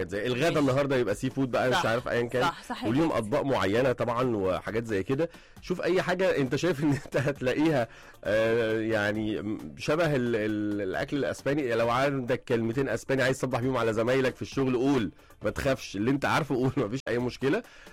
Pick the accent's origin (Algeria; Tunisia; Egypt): Egypt; مشاعرنا احنا كمصريين